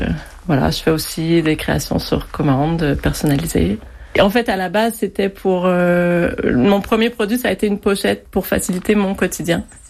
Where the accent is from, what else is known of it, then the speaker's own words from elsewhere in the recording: Montreal, Quebec, Canada; moved away as an adult; now in Corsica, France; J'ai vécu toute mon enfance à Montréal et j'ai eu envie de découvrir autre chose, de partir à l'aventure. Donc en France, et la vie m'a amenée en Corse. Et donc maintenant ça fait 13 ans.